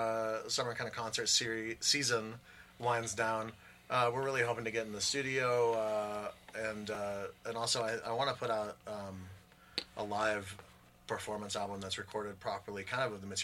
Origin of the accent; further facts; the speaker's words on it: Mississippi, United States; moved away; I'm from Mississippi originally, so it has kind of a rootsy, gritty feel to it.